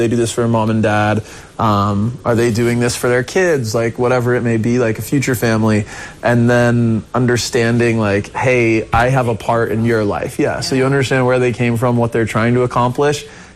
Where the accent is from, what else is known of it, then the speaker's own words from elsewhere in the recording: China; And so growing up in China, just playing sports and...